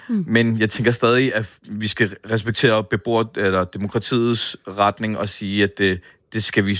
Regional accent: Copenhagen, Capital Region of Denmark, Denmark; Opvokset på Nørrebro, været her mange år.

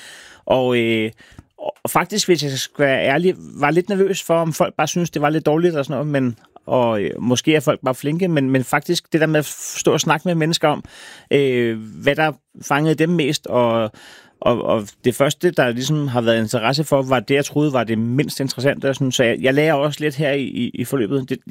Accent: Næstved, Zealand, Denmark; jeg er fra Næstved

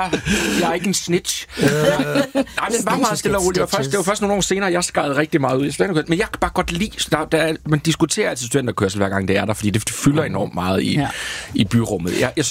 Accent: Toftlund, Region of Southern Denmark, Denmark; I Toftlund i Sønderjylland.

